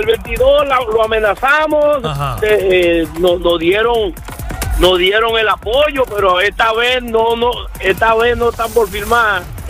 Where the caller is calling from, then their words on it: Everett, Massachusetts, United States; aquí de Everett.